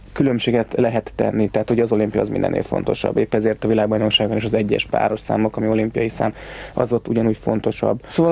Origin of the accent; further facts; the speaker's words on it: Budapest, Hungary; born there; Pesten születtem, ott is lakom, anyuék azok érre költöztek 4 évvel ezelőtt, 2 kutyával ott.